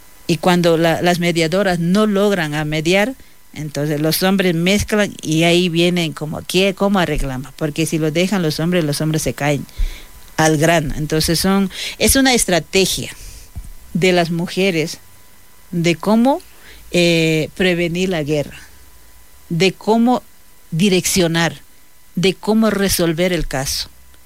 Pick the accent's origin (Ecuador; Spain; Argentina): Ecuador; Amazon; mi pueblo huaurani